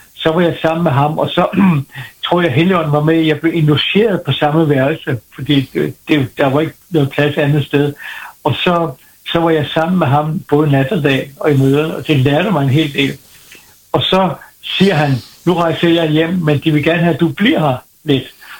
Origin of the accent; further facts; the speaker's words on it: Copenhagen, Capital Region of Denmark, Denmark; jeg voksede op i Tabor-menigheden i København, der var en stor ungdomsflok.